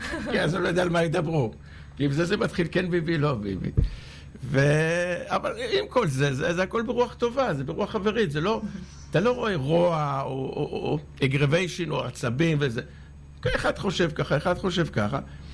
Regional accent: Netanya, Central District, Israel; born there; נולדתי פה, וזה עיר יפהפייה.

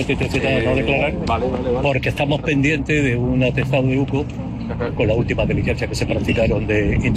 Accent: Granada, Andalusia, Spain; le recuerda a todos que soy de Granada y estamos en fiestas, ¿no?

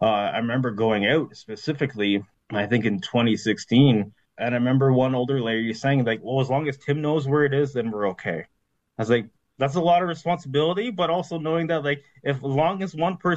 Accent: Alderville, Ontario, Canada; born or raised there

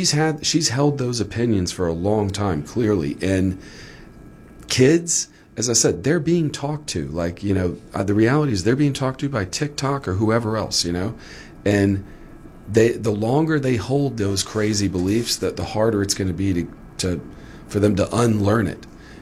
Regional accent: New Orleans, Louisiana, United States; born there; moved away as an adult; also born or lived in Baton Rouge, Louisiana; now in Arkansas, United States; Like, I was born in New Orleans. That's a pretty big Jewish community.

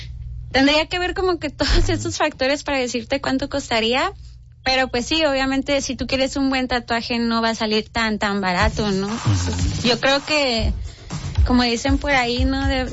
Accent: Ciudad Juárez, Chihuahua, Mexico; born there; Juárez es mi ciudad, es donde yo nací, donde vivo

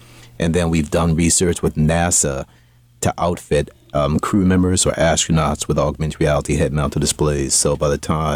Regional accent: Baltimore, Maryland, United States; I grew up in Baltimore, born and raised East Side and West Side

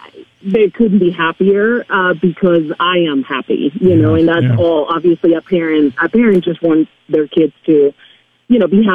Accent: Spain; first language Spanish; English is a second language

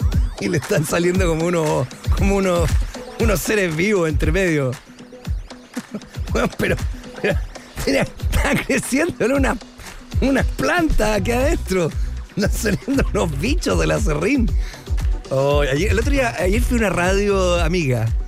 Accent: Chile; Y una de las cosas que más sobresalen como chileno es la presencia diaria en la radiofonía y en el espíritu peruano de la banda chilena

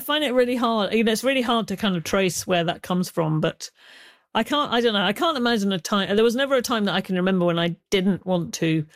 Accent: United Kingdom; born there; also born or lived in Northern Ireland; I was born in Ireland, but I don't know if you can probably tell by the way I speak, I grew up mostly in Britain, but my father was one of those emigrants who never quite got over leaving.

